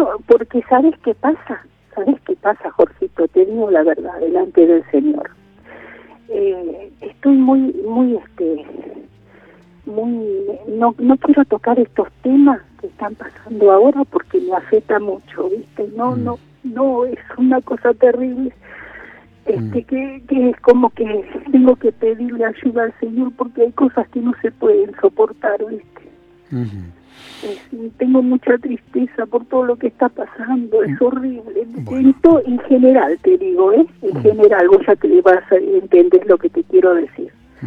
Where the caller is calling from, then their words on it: Bernal, Buenos Aires Province, Argentina; soy de Bernal.